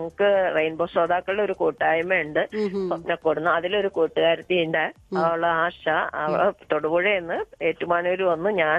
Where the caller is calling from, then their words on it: Perumbavoor, Kerala, India; ഇപ്പൊ ഞാൻ താമസിക്കുന്നത് വെങ്ങോലക്കടുത്ത് മാർബിൾ ജംഗ്ഷനിൽ.